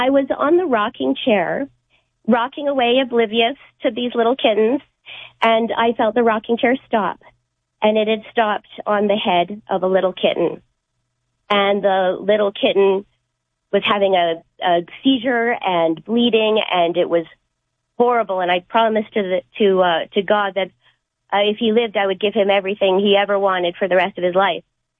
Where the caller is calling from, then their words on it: Edmonton, Alberta, Canada; I'm calling from Edmonton, Alberta.